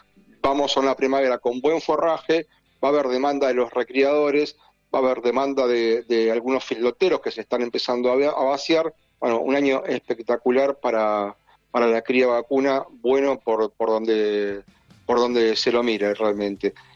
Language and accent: Spanish; Rosario, Santa Fe, Argentina; Yo soy santafesino, Caro, así que sí, probé alfajores santafesinos. Soy bien. Rosarino, de hecho.